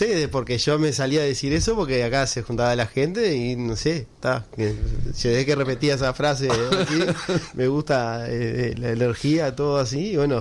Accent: Canelones, Uruguay; born or raised there

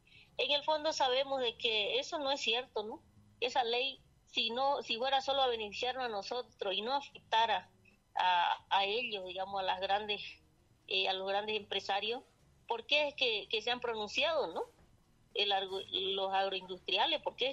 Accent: Beni, Bolivia; del departamento de Beni, ¿no? Somos parte de la Amazonía boliviana, ¿no? Entonces, somos amazónicos, venimos desde allá, una región muy alejada del centro del país

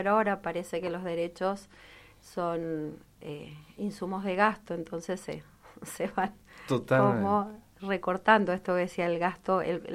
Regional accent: Argentina; En algo, como argentinos tenemos, descollamos.

